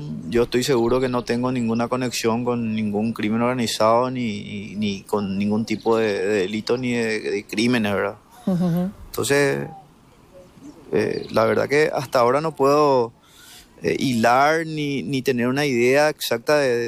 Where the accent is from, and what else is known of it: Ipané, Central, Paraguay